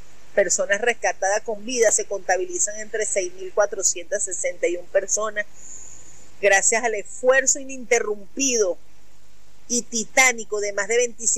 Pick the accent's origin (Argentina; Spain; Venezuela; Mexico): Venezuela; abogada, pero ante todo venezolana